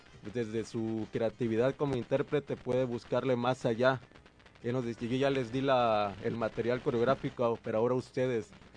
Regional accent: Mexico; como era latinoamericano, en una pantalla salía la bandera de México atrás de mí.

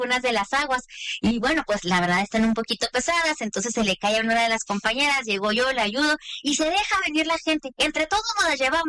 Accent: Ciudad Juárez, Chihuahua, Mexico; yo soy de Juárez, en muchas ocasiones nos han dicho y me han dicho ese tipo de cosas

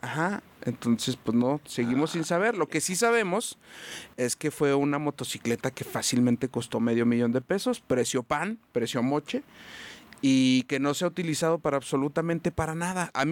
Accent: Zacatecas, Mexico; de mi tierra Zacatecas

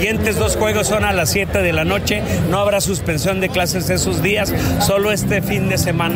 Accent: Mexico; así somos los mexicanos

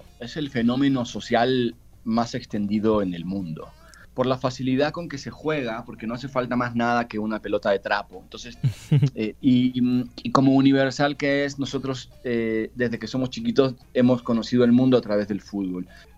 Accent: Mexico; moved away; also born or lived in Argentina / Spain; Yo soy argentino, nací en Argentina, mi padre es argentino, mi mamá es chilena, me crié en México, viví en España una década.

